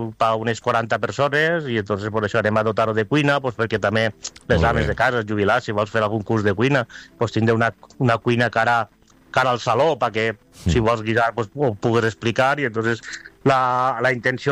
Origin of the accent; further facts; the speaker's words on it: Valencian Community, Spain; com som els valencians, pues, és de menjar i beure